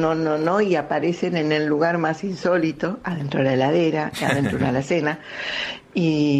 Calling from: Devoto, Buenos Aires, Argentina; de Devoto.

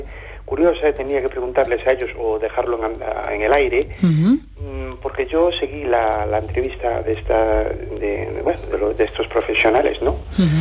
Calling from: Amoeiro, Galicia, Spain; Quería preguntar … de Amoeiro, estuve escuchando a los policías y demás.

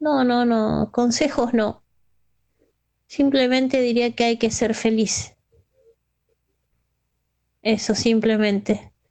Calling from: Buenos Aires, Argentina; de Caballito

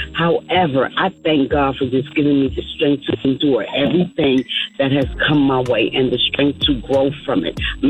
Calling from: Union City, Georgia, United States; I'm calling from Union City, Georgia

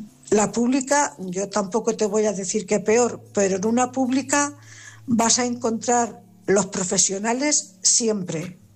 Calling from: Cuenca, Castilla-La Mancha, Spain; Buenas noches … corresponsal de Cuenca. A ver, Marcos, paisano, por tus palabras, adivino que somos.

